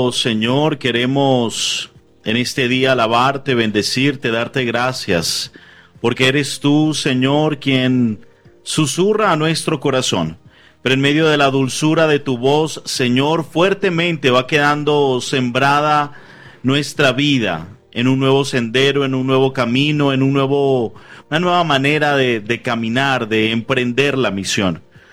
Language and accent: Spanish; Falcón, Venezuela; moved away as an adult; also born or lived in Bogotá, Colombia / Barranquilla, Colombia; now in Antioquia, Colombia; Nací en Venezuela, en una bella zona costera llamada Falcón, al noroccidente del país. Y desde hace 12 años vivo en Colombia, primero por las frías tierras de Bogotá.